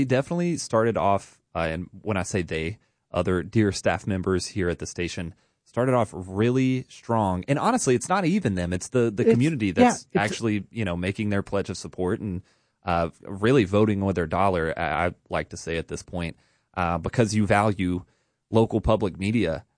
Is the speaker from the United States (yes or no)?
yes; Spring City, Tennessee, United States; now in Chattanooga, United States; Spring City, Tennessee. Shout out to my hometown.